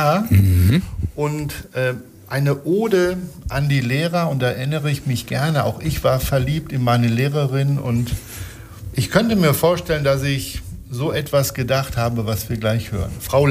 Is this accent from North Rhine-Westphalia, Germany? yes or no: yes; Mülheim an der Ruhr, North Rhine-Westphalia, Germany; born there; Zum Beispiel aus meiner Geburtsstadt Mülheim an der Ruhr kommt wieder was ganz Schönes.